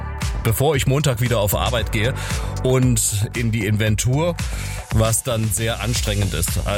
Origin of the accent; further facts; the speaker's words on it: Halle, Saxony-Anhalt, Germany; Gruß zurück in meine Heimatstadt nach Halle